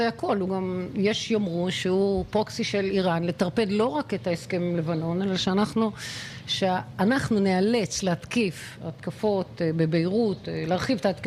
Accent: this valley, Northern District, Israel; כולנו פה גדלנו כאן בעמק הזה

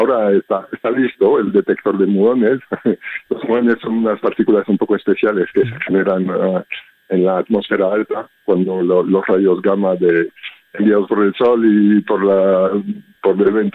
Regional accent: Belgium; Spanish is a second language; now in Spain

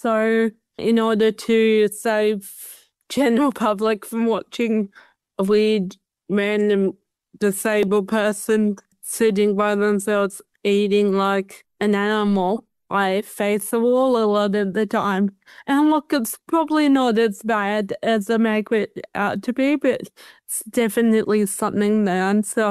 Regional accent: New South Wales, Australia; I mean, I'm from the Hunter Valley, Sam. I love food.

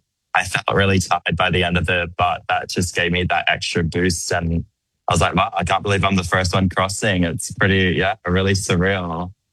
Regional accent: Cook Islands; moved away as an adult; now in Australia; I'm from the Cook Islands. I grew up there and I left when I turned 18. I'm currently living in Australia.

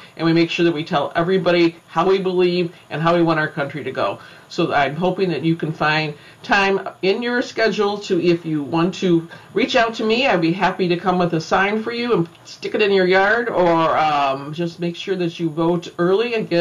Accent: DuPage County, Illinois, United States; So I actually did grow up in DuPage. I grew up in a quite Republican household.

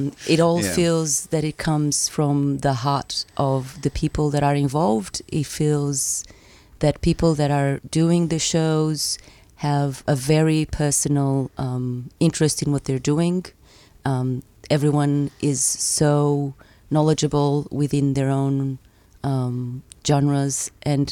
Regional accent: Portugal; moved away as an adult; now in Melbourne, Australia; So I'm Portuguese. So I came to Melbourne in 2013, but yeah, born and raised in Portugal.

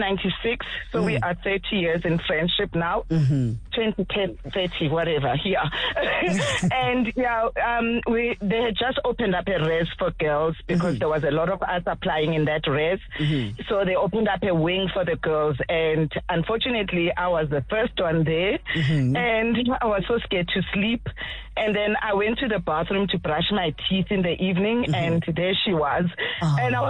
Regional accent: Johannesburg, Gauteng, South Africa; I was from Joburg

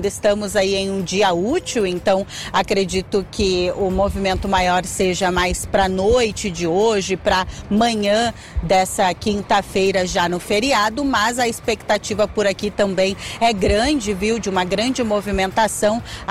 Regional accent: Porto Alegre, Rio Grande do Sul, Brazil; now in São Paulo, Brazil; a minha terrinha, Porto Alegre

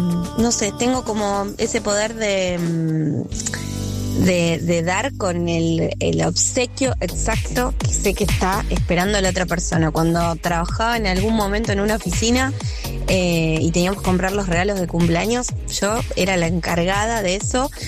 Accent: Ituzaingó, Buenos Aires Province, Argentina; Hola chicos … de Ituzaingó.

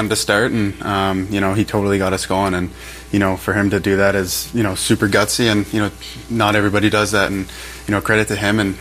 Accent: Ottawa, Ontario, Canada; born there; also born or lived in Switzerland; it was unique for me growing up in Switzerland. My dad played over there, like you said. Kind of came back. that's great. Came back in back to Ottawa when I was about 9 years old

